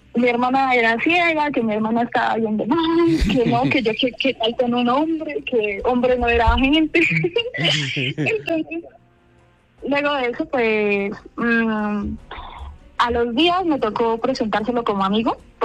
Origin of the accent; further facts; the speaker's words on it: Duitama, Boyacá, Colombia; yo soy de Duitama, Boyacá.